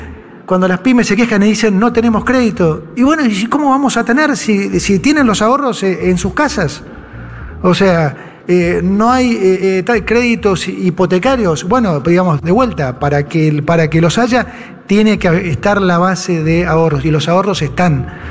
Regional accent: Argentina; Nosotros como argentinos

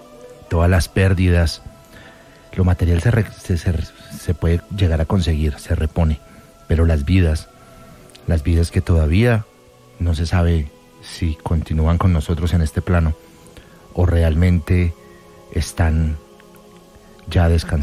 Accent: Colombia; somos colombianos.

